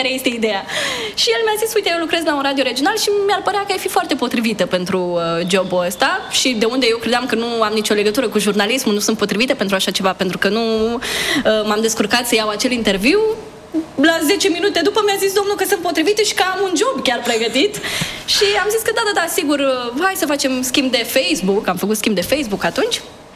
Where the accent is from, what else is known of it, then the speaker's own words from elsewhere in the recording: Iași, Iași County, Romania; Eram la facultate de jurnalism în Iași, eu sunt din Iași